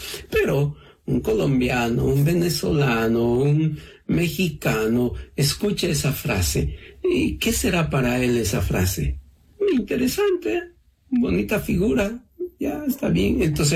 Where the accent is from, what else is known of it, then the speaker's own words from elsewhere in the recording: Cusco, Peru; moved away; Yo soy de Cusco